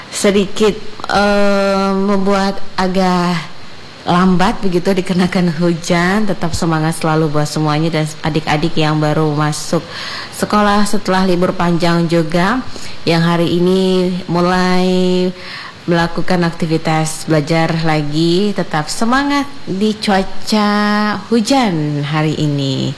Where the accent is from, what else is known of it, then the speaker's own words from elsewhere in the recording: Malinau, North Kalimantan, Indonesia; Dan kita juga warga Kabupaten Malino di seputaran kota